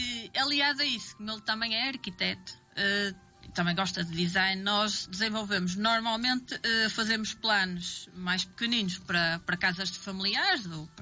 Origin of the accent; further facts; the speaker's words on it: Alpendurada, Norte, Portugal; also born or lived in Entre-os-Rios; eu por acaso não sou da Alpendurada, sou de Entre os Rios. Mas desde pequenina fui estudar para a Alpendurada. Desde que me lembro, lá está, vivo em Alpendurada.